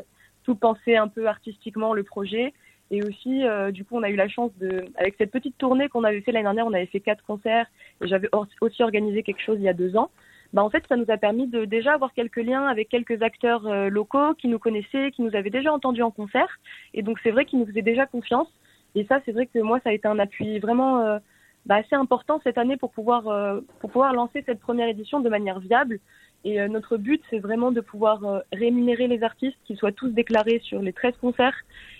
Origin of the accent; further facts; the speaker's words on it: Occitanie, France; now in Germany; moi je suis originaire des Vallées des Gaves. Donc ma famille maternelle est originaire du Val d'Azun et du Pays Toy.